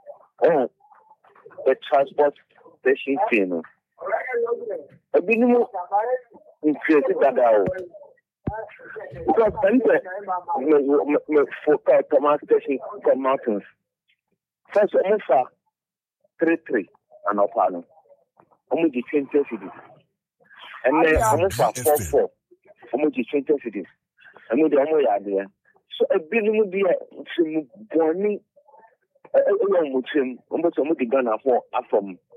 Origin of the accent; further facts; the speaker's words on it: Ghana; We, as a Ghanaian, voted for President Mahama.